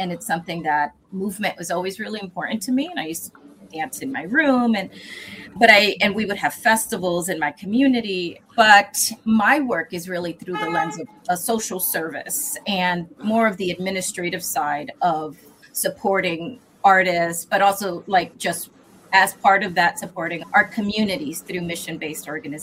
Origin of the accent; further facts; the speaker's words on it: Massachusetts, United States; Massachusetts.